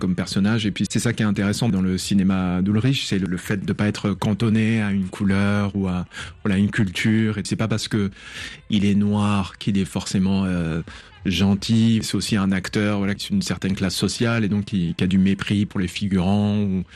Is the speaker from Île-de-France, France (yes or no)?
no; Caen, Normandy, France; Je suis né à Caen, ouais.